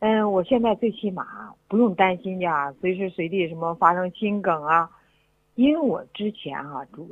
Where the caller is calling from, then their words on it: Shijiazhuang, Hebei, China; 我是石家庄的一名退休老师。